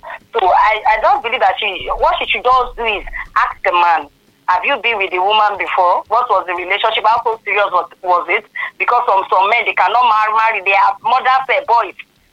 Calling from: Ibadan, Oyo, Nigeria; calling from Ibadan.

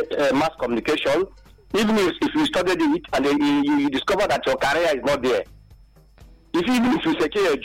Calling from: Abuja, Federal Capital Territory, Nigeria; calling you right away from the Lokwa Bambu, in Abukulu government area of Abuja State.

